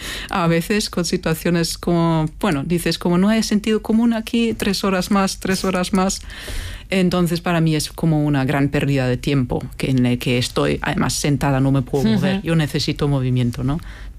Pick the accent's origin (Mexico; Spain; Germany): Germany; Spanish is a second language; also born or lived in United Kingdom